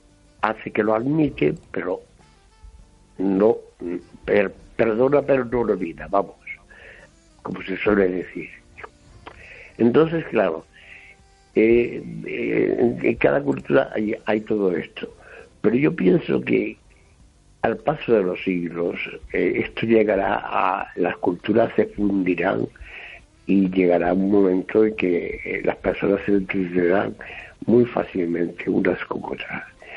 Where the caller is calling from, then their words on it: Lugo, Galicia, Spain; Yo soy el músico de Lugo